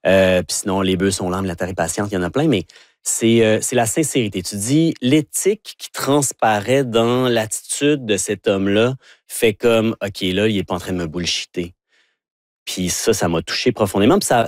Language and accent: French; Vanier, Ontario, Canada; born there; oui, je suis né à Vanier, en face du marché oui. du store. Mais, donc, je suis un deuxième génération.